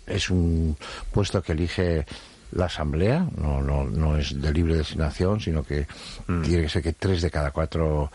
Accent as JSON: {"language": "Spanish", "town": "Madrid", "region": "Community of Madrid", "country": "Spain", "tie": "born or raised there", "also_born_or_lived": "Estella", "said": "padres que me llevaron a nacer a Estella, pero yo he vivido toda la vida en Madrid, en Chamberí"}